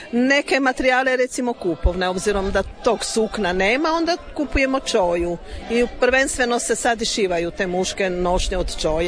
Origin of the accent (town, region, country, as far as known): Lika-Senj County, Croatia